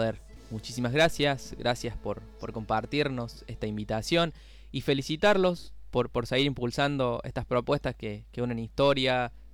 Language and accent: Spanish; Villa Ballester, Buenos Aires Province, Argentina; nuestra identidad como argentinos, también como ballesterenses